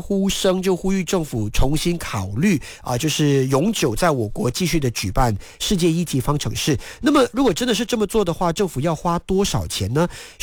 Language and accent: Chinese; Malaysia; 那马来西亚的旅游产品我个人觉得是比新加坡多，因为我们有各州的文化，有各种民族的文化，我们当然地也很广，我们有小岛啊，我们有这个乡村啊，我们有大城市。